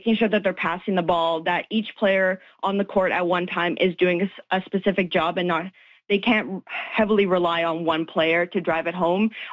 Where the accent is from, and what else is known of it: Winnipeg, Manitoba, Canada; born or raised there